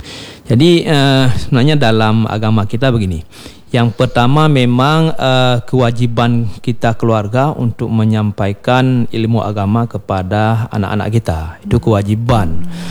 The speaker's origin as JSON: {"language": "Indonesian", "town": "Bireuen", "region": "Aceh", "country": "Indonesia", "moved": "yes", "said": "Saya orang Birun, bukan asli orang sini ya."}